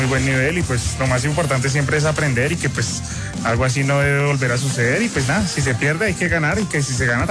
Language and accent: Spanish; Colombia; No, aquí somos colombianos, estamos muy tranquilos cuando perdemos.